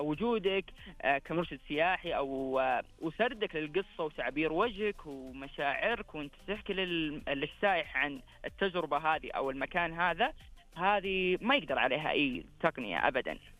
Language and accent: Arabic; Saudi Arabia